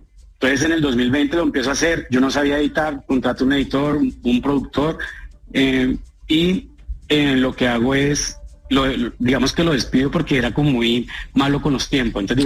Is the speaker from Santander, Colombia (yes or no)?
no; Agustín Codazzi, Cesar, Colombia; moved away; criadas en la costa norte de Colombia, puntualmente en Agustín Coacio de Sar, que es de donde soy yo.